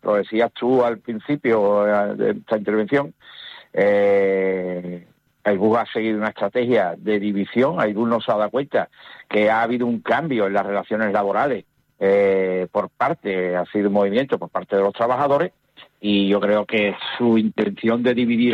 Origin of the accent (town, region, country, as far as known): Cádiz, Andalusia, Spain